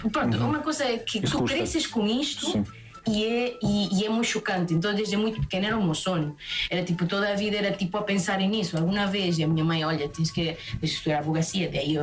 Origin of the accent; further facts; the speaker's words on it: Amazon area, Peru; Portuguese is a second language; Mas sim, e por acaso, de onde eu sou, que é o rio Ucayali.